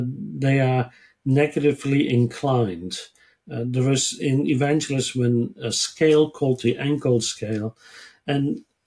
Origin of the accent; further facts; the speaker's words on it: eastern Netherlands, Netherlands; moved away as an adult; also born or lived in Israel; now in Australia; I was born in the Netherlands in the 1960s. It's a small place in the east of the Netherlands, a very small community.